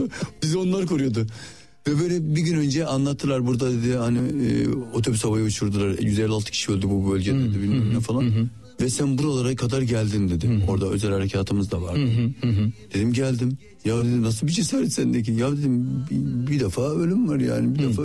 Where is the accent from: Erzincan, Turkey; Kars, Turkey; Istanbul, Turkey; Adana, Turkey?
Adana, Turkey; Canım Adana'nın ben Varoş mahallesinde işte gettosu, Koca Vezir denilen bir yerdir. Böyle orada yetiştim. Şimdi genelde Suriyeli, Afganların doldurduğu bir yer. Yani öyle bir yerde yetiştim.